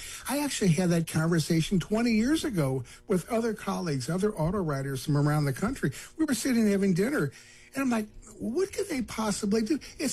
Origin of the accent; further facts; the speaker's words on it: Chicago, Illinois, United States; now in Missouri, United States; Yeah, I was actually up in Chicago. I was testing a number of new vehicles. My hometown.